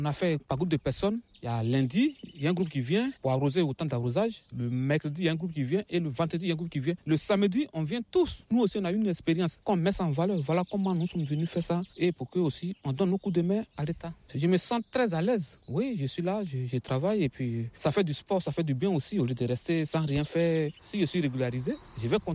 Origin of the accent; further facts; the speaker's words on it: Côte d’Ivoire; moved away as an adult; now in France; je viens de la Côte d'Ivoire.